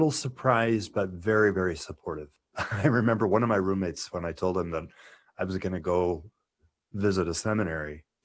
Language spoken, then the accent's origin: English; Nebraska, United States; also born or lived in Lincoln, Nebraska; Because I grew up in the Archdiocese of Omaha.